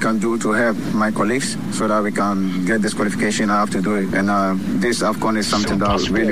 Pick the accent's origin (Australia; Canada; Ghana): Ghana; And now still I'm Ghanaian, you know, so my heart goes with the team everywhere that the team goes.